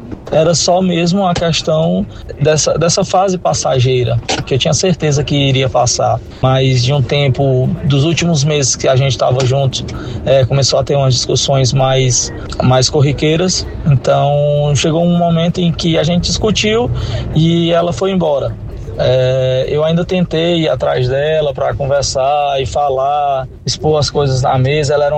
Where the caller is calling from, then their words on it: Fortaleza, Ceará, Brazil; Aqui quem tá falando é … falo de Fortaleza, Ceará.